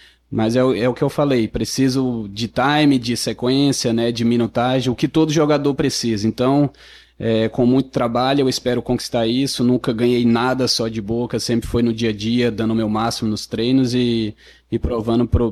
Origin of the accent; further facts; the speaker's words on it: Sobral, Ceará, Brazil; also born or lived in Rio de Janeiro; É que eu fui criado em Sobral, nasci no Rio de Janeiro, mas fui criado em Sobral.